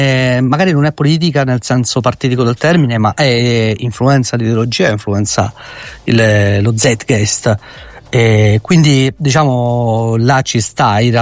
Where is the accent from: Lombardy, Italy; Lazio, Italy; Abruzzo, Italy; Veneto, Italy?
Lazio, Italy; Rome; dato che comunque noi siamo di Roma e quindi è l'unica fiera certo mainstream della mia città.